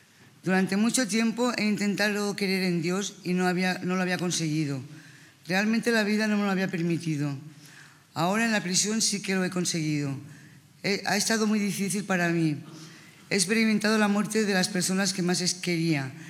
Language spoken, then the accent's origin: Spanish; Barcelona, Catalonia, Spain